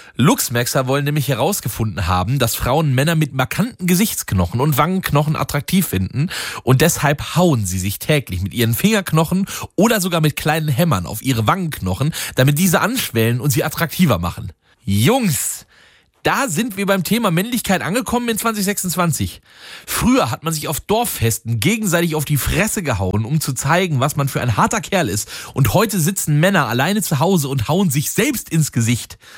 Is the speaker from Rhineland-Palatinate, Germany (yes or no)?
no; Wittgenstein, North Rhine-Westphalia, Germany; ich bin ja nun in Wittgenstein aufgewachsen